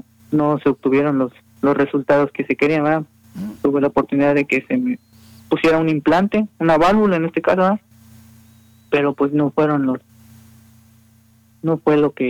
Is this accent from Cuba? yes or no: no; Costa Rica; soy orgullosamente costarricense